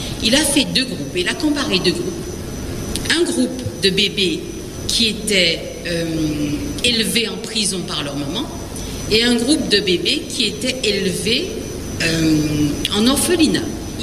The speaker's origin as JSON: {"language": "French", "country": "Guadeloupe", "said": "chez nous en Guadeloupe."}